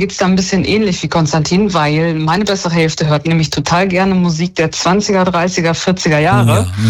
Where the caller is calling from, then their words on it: Lower Saxony, Germany; Ich rufe aus der Nähe von Hameln an, bei Hannover.